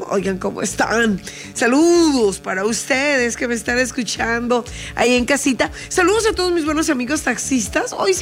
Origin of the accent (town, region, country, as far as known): Mexico